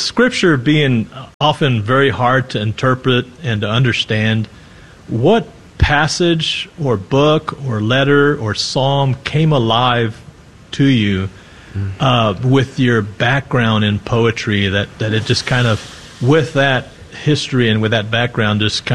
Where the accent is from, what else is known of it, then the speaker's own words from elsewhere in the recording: Kyle, Texas, United States; I'm from Kyle, Texas.